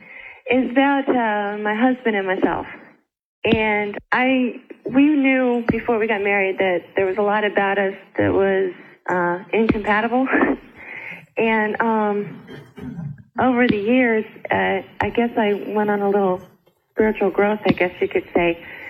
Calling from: Maryland, United States; I'm from Maryland.

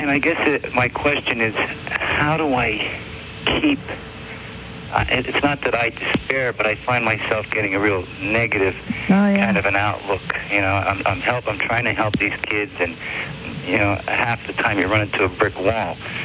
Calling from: Ringtown, Pennsylvania, United States; Pennsylvania, Ringtown, Pennsylvania.

